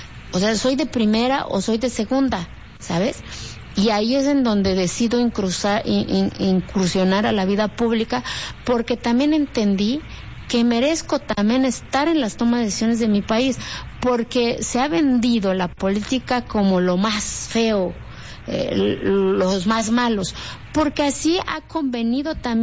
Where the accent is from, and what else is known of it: Mexico